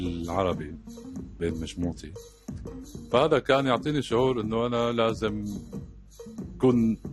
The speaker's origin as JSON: {"language": "Arabic", "country": "Syria", "moved": "as an adult", "lives_now": "Malmö, Sweden", "said": "من سوريا، تقريبا من 10 سنين أنا عايش من سوريا"}